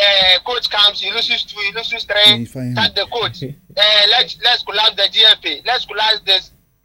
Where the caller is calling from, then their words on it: Ghana; I'm calling from Akutuda.